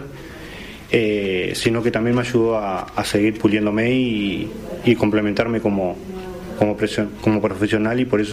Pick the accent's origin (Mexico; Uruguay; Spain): Uruguay; born there; also born or lived in Montevideo; cuando nos vinimos de Montevideo, salía hacer empanadas, que las que había visto hacer mi padre las había aprendido, y hacía empanadas y salía a vender a la gente del barrio en Santa Catalina.